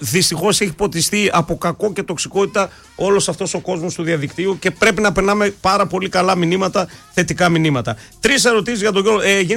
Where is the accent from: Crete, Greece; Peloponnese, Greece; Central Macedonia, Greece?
Central Macedonia, Greece; Skotina; στο χωριό μου, Σκοτίνα